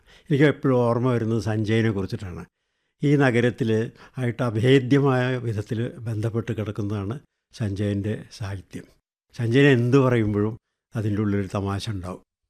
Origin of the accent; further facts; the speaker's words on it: Pattambi, Kerala, India; born there; moved away as an adult; also born or lived in Thrissur / Thenhipalam; now in Kozhikode, India; ഞാൻ ജനിച്ചത് പട്ടാമ്പിക്കടുത്തുള്ള പെരുമുടിയൂർ എന്നുള്ള ഒരു കൊച്ചു ഗ്രാമത്തിലാണ്.